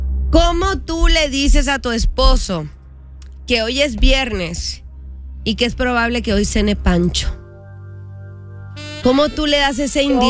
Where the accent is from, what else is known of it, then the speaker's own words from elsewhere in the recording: Chihuahua, Mexico; Yo soy de Chihuahua, México.